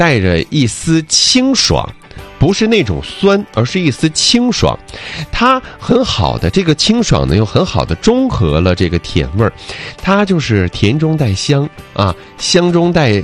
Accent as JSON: {"language": "Chinese", "region": "Northeast China", "country": "China", "said": "因为我们东北人发音呢，有的时候一和日不分啊。"}